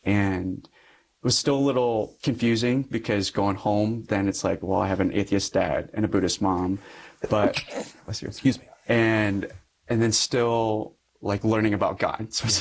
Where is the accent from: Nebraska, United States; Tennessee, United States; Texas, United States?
Nebraska, United States; Lincoln; born there; I was the only one born in Lincoln.